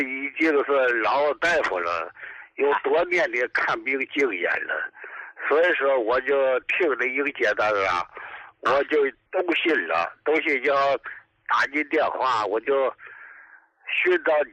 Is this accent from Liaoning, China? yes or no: yes; Dalian, Liaoning, China; 我是大连的哈、